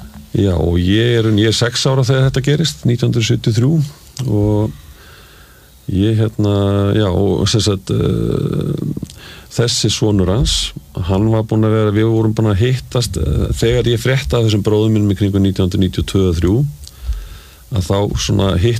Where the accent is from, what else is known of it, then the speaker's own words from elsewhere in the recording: Reykjavík, Capital Region, Iceland; Ég alveg upp í Reykjavík